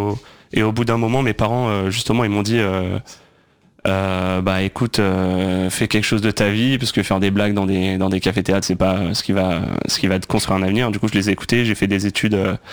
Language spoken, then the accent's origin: French; Hauts-de-France, France; parce que moi je suis de Picardie à la base, donc dès que j'ai pu monter sur Paris pour faire du stand-up après mon bac, bah je l'ai fait